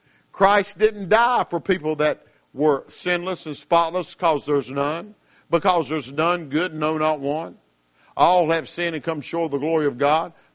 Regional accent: the South, United States; And I meant to say ain't. I'm from the South.

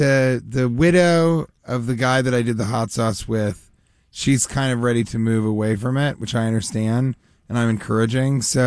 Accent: Denver, Colorado, United States; Denver, where I'm from

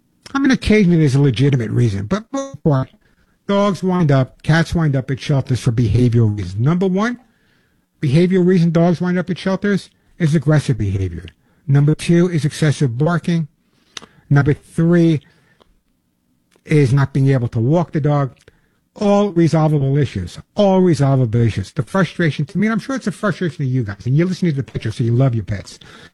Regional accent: Long Island, New York, United States; She lived on Long Island, where I'm originally from. I know I got rid of my accent, but originally from Long Island.

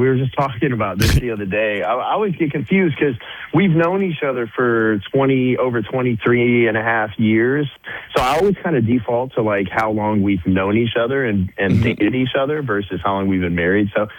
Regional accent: Shreveport, Louisiana, United States; my hometown in Shreveport.

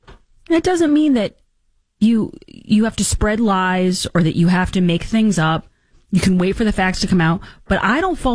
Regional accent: United States

